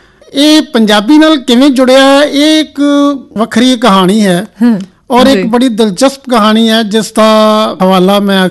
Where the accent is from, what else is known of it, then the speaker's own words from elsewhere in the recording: Firozpur, Punjab, India; ਮੇਰਾ ਬਚਪਨ ਫਿਰੋਜ਼ਪੁਰ ਵਿੱਚ ਗੁਜ਼ਰਿਆ, ਮੇਰਾ ਸੰਬੰਧ ਫਿਰੋਜ਼ਪੁਰ ਨਾਲ ਹੈ, ਤਾਂ ਮੇਰੀ ਮੁੱਢਲੀ ਪੜ੍ਹਾਈ ਫਿਰੋਜ਼ਪੁਰ ਤੋਂ ਹੋਈ